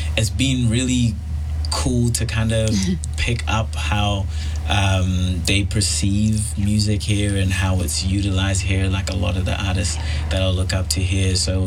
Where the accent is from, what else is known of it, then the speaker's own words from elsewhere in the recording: Zimbabwe; Everyone who I talk to and I tell them I'm from Zimbabwe, they're always like, I've got a friend from Zimbabwe.